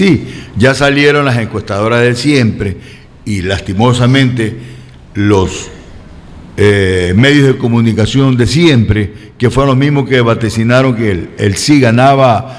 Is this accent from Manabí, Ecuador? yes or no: yes; Manabí, Ecuador; Nos alegramos como ecuatorianos que somos, como hombres de bien, que somos los manavitas